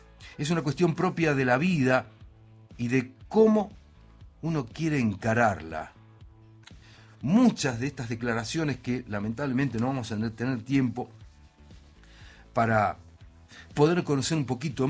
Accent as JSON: {"language": "Spanish", "town": "Huinganco", "region": "Neuquén", "country": "Argentina", "tie": "born or raised there", "said": "Crecí en Huinganco, un pueblito en el que el asfalto no existía."}